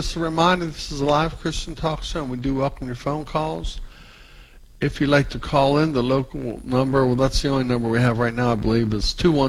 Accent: United States; I'm from the Pittsburgh area in West Virginia.

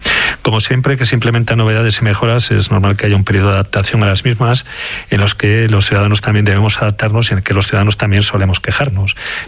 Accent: León, Castile and León, Spain; Lo que sí deseo como alcalde, como leonés y como aficionado es que se haga un buen proyecto desde el principio

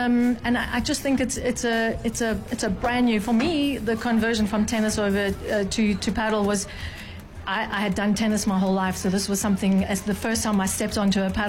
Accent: Cape Town, Western Cape, South Africa; Okay, so obviously I'm from Cape Town. Not too many Cape Townians made the event

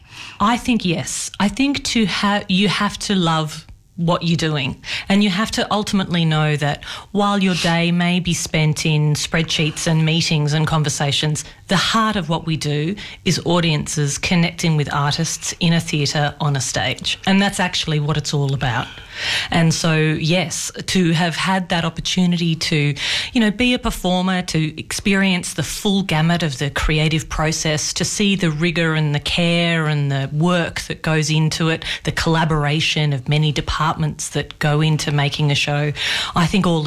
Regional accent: Sydney, New South Wales, Australia; also born or lived in Darwin; now in Canberra, Australia; Well, I'm originally from Sydney.

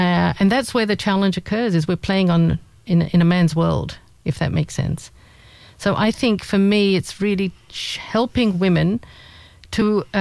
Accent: Kenya; moved away as an adult; now in Australia; I was born in Kenya, of parents Indian Persian background, and grew up there in a fairly, you know, safe and comfortable place.

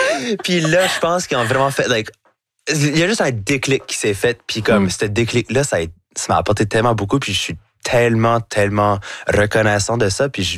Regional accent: New Brunswick, Canada; accent: Acadian chiac; Parce que j'ai un accent qui va jamais être neutre. C'est là de complètement laisser ça aller, puis de faire tout ce que je fais avec mon accent, avec mon accent, avec mon chiac.

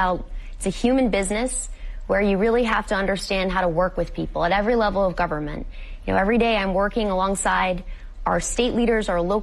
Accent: Nashua, New Hampshire, United States; You know, I grew up playing sports in Nashua, and team sports really shaped who I am as a person.

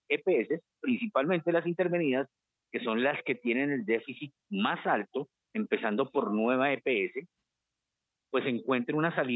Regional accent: Colombia; a nosotros como colombianos y como usuarios

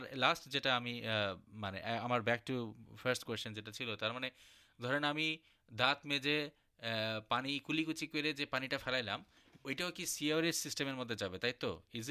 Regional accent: Dhaka, Dhaka Division, Bangladesh; আমার বেড়ে ওঠা হয়েছিল হচ্ছে বাসাবো, কমলাপুর, মায়াকানন এরিয়াগুলোতে

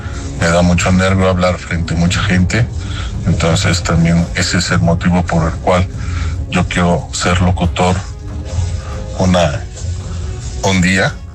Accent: Mexico City, Mexico; soy originario de la Ciudad de México, tengo 41 años de edad.

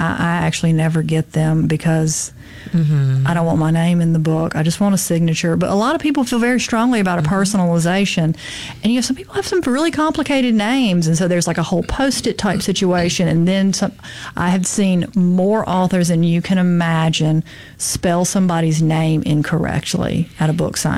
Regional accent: Mississippi, United States

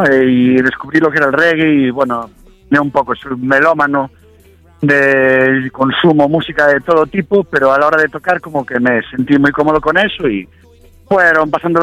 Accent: Ourense, Galicia, Spain; now in Santiago de Compostela, Spain; Somos de Ourense toda la vida, pero yo llevo años viviendo en Santiago de Compostela

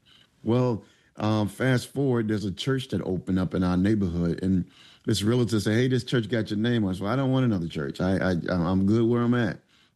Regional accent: Philadelphia, Pennsylvania, United States; But that's what I grew up in North Philadelphia.

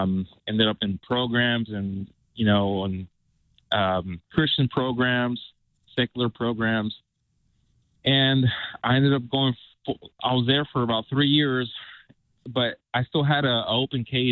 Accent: California, United States; moved away; I had to leave my hometown. I left my hometown. I moved three states away I moved from California to Mississippi, just trying to be safe.

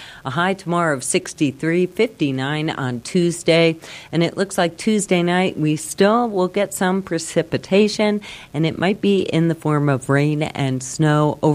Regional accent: New Jersey, United States; now in Park City, United States; I was born in New Jersey. I'm a Jersey girl originally

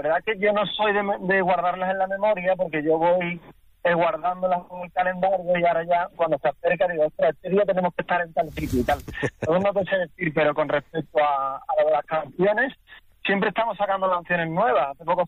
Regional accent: Seville, Andalusia, Spain; pero vamos, un grupo que tiene sangre del sur de España, claro. y tal, pero somos gente de Sevilla

